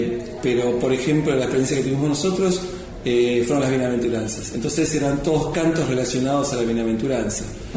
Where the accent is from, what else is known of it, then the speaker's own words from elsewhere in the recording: Buenos Aires, Argentina; moved away; Yo soy de Buenos Aires, yo empecé en la parroquia de mi barrio, que era San Miguel Arcángel